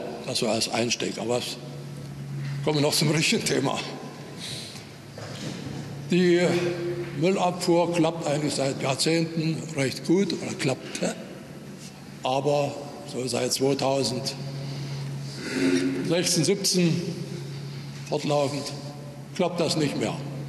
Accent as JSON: {"language": "German", "town": "Merseburg", "region": "Saxony-Anhalt", "country": "Germany", "said": "Ich komme aus Merseburg Süd."}